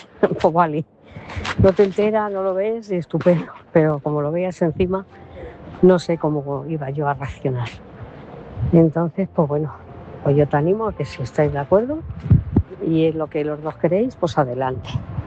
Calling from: Móstoles, Community of Madrid, Spain; de Móstoles.

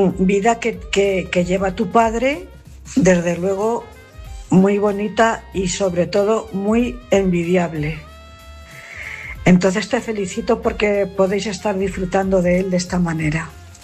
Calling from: Cuenca, Castilla-La Mancha, Spain; corresponsal de Cuenca.

